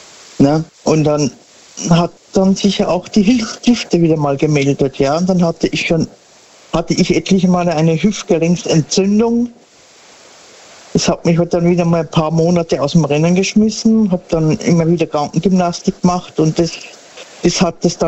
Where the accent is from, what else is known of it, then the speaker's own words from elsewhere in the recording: Sinsheim, Baden-Württemberg, Germany; Aus der Ecke Sinsheim.